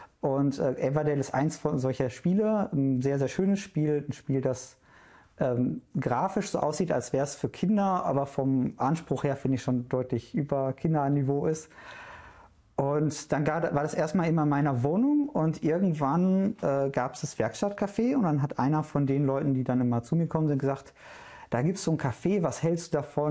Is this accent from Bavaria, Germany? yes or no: no; Duisburg, North Rhine-Westphalia, Germany; also born or lived in Essen; Die Blitzvariante wäre, ich bin in Essen geboren, in Duisburg aufgewachsen, habe in Mülheim Zivildienst gemacht.